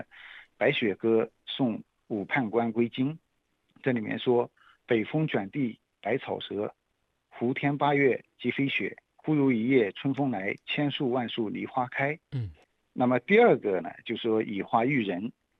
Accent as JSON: {"language": "Chinese", "country": "China"}